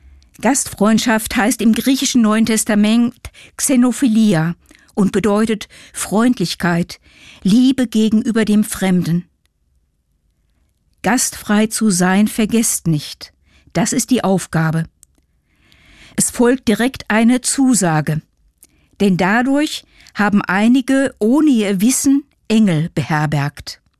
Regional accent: Germany; accent: German; Sie erkannte an meinem Akzent, dass ich Deutsche war.

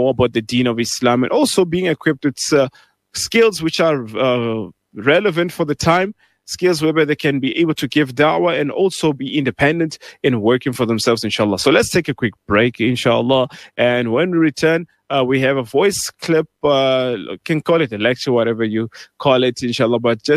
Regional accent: Pretoria, Gauteng, South Africa

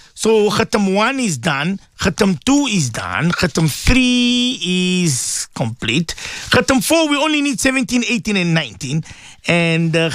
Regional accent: Palm Ridge, Gauteng, South Africa; I gave this topic as well in Palm Ridge, my hometown.

